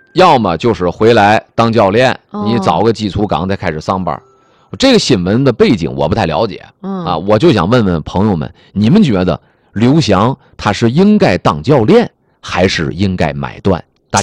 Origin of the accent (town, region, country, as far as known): China